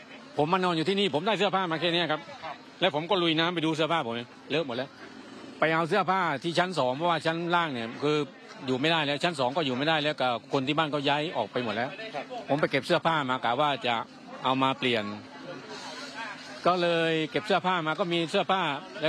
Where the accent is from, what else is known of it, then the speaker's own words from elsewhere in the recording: Bangkok, Thailand; ผมมาโตที่กรุงเทพนะผมเรียนที่กรุงเทพ